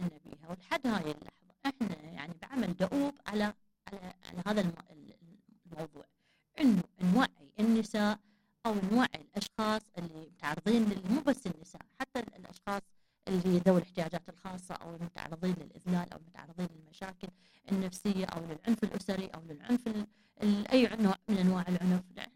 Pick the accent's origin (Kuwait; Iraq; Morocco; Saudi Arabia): Iraq; مثلا أنا مواطنة عراقية